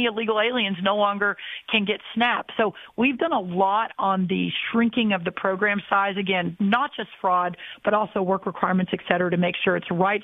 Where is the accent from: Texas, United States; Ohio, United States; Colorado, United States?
Texas, United States; Well, I'm from a red state. I'm from Texas.